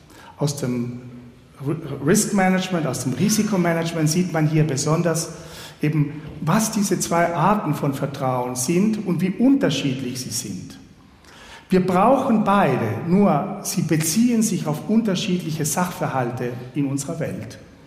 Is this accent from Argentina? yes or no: yes; Argentina; now in Switzerland; In Argentinien, von wo ich herkomme, ist das leider nicht so.